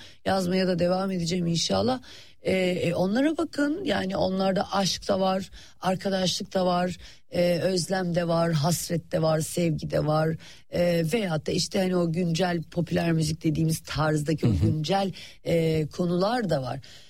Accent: Black Sea Region, Turkey; Ve biz de Karadenizliyiz biliyorsun, baba tarafından Trabzonluyuz.

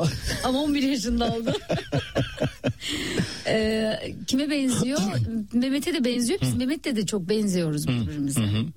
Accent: Siirt Province, Turkey; Onlar da Kayserililer biz Siirtliyiz.

